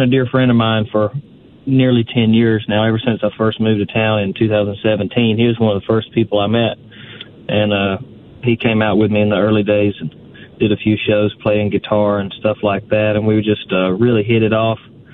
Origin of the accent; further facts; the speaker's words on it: Slap Out, Alabama, United States; also born or lived in Dothan / Fort Walton Beach; I was born in South Alabama in Dothan, and when I was about 2 years old, my family moved to Slap Out, and I spent the school seasons there and the summers in Fort Walton Beach, Florida, there in the Panhandle.